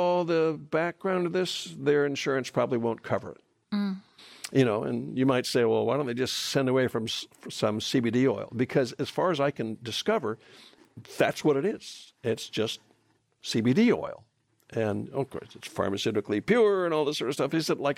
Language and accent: English; California, United States; I grew up in Southern California. Marijuana was something that Mexicans used and that black jazz musicians used and things like that.